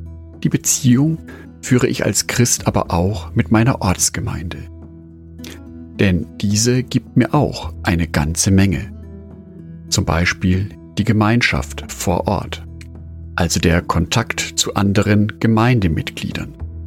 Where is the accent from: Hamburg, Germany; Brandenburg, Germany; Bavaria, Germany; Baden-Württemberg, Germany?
Bavaria, Germany; Nuremberg; und für mich als Nürnberger noch eine Einschränkung des Bewegungsradius auf 15 Kilometer